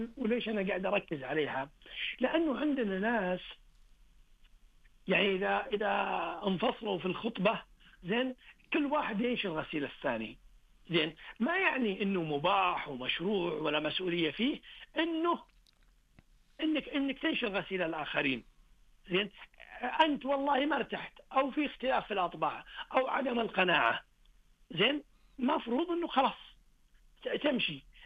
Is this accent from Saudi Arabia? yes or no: yes; Saudi Arabia; طريقة العدول الرقي كمسلمين كعرب كسعوديين